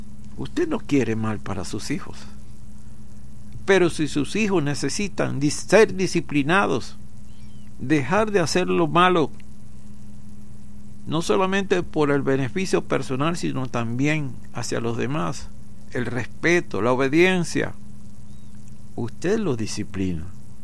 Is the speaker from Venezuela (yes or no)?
yes; Venezuela; como pastor, como ministro del Señor y como venezolano